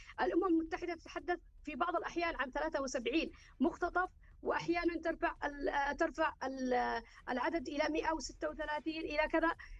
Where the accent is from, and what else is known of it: Yemen